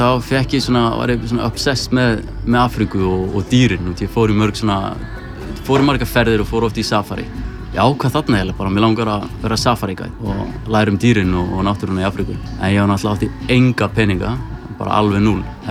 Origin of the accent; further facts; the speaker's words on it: Akureyri, Northeastern Region, Iceland; also born or lived in Västerås, Sweden; Ég sest fæddur í Svíþjóð, fæddur í Vesturós en ég flyt til Akureyrar þegar ég 2 ára gamall og bara alinn upp á Akureyri